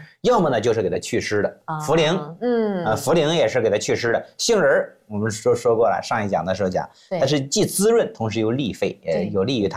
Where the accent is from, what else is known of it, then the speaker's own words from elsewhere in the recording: China; 这就是我们中国人经常讲说，哎，此人食古不化。